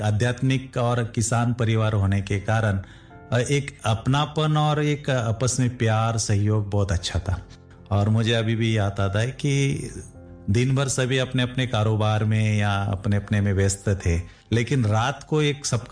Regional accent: Shrirampur, Maharashtra, India; born there; और मेरा लौकिक जो जन्म है वो महाराष्ट्र में अहमदनगर डिस्ट्रिक्ट में श्रीरामपुर तहसील में हुआ 1975 में।

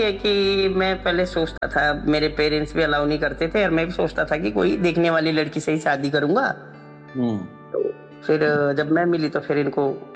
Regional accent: Uttarakhand, India; मैंने कहा नहीं मैं उत्तराखंड से हूँ

